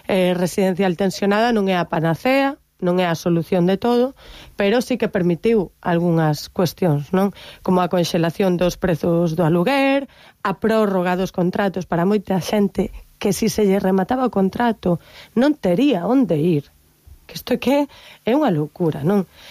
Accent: A Coruña, Galicia, Spain; os coruñeses, somos os galegos e as galegas que máis salario lle dedicamos o alugueiro

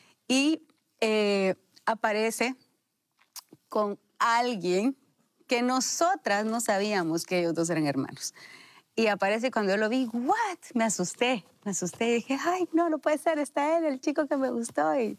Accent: Honduras; Recuerden que yo soy de Honduras, vivo pues lejos de Guatemala, aunque están a la par, está lejos.

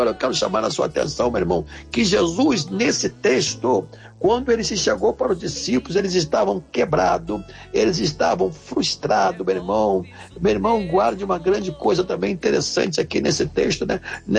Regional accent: Brazil; eu sou brasileiro

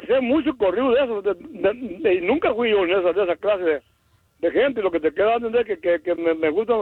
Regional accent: Michoacán, Mexico; Yo me crié en el rancho, en México, puro Michoacán.

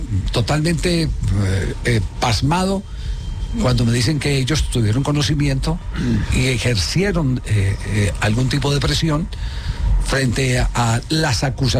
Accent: Caldas, Colombia

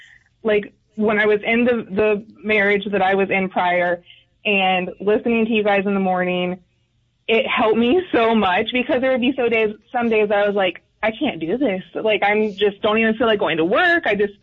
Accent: Ohio, United States; Listen, I am from Ohio.

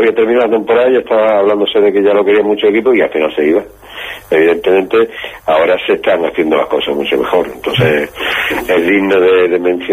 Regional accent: Málaga, Andalusia, Spain; los que nos gusta el fútbol formativo y somos de Málaga, pues conocemos bien todo lo que ha salido de la cantera de Málaga.

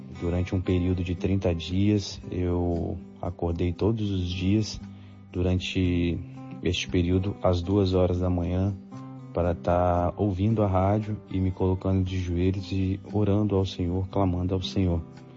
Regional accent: Vitória, Espírito Santo, Brazil; sou de Vitória, Espírito Santo

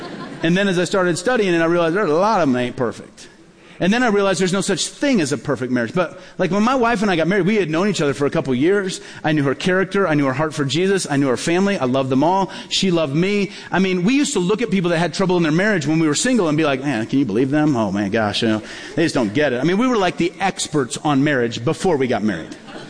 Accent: Peoria, Illinois, United States; So I went back to my hometown of Peoria, Illinois to preach at this church one weekend.

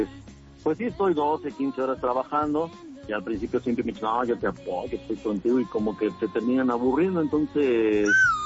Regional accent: State of Mexico, Mexico; de Poznan Izkalli, pero tengo carro, así que me puedo trasladar a donde ella quiera.

